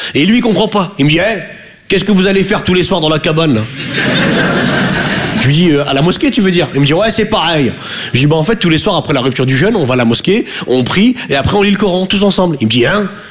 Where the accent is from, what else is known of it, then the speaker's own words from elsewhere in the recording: northern France, France; now in Paris, France; Je viens du nord de la France.